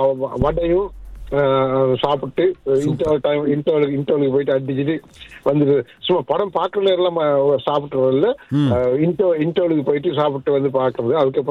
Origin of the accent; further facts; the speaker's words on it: Sri Lanka; born there